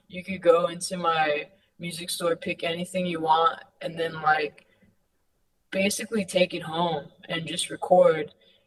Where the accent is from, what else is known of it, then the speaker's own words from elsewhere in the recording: United States; I'm from Highland Park, and like you frequent these shops as a kid that are still there, even though it's like gentrified.